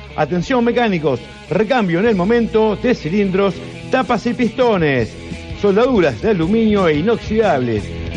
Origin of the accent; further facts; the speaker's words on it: Santo Tomé, Santa Fe, Argentina; aquellos que somos de Santo Tomé